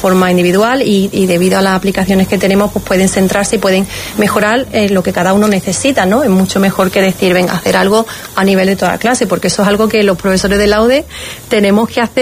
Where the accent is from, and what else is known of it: Córdoba, Andalusia, Spain; also born or lived in England